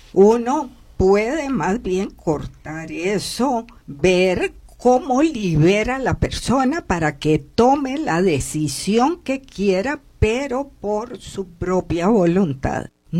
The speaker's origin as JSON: {"language": "Spanish", "country": "Costa Rica", "tie": "born there", "said": "yo nací, mi espíritu escogió en esta encarnación venir, nacer en Costa Rica, en un cuerpo femenino, en raza blanca."}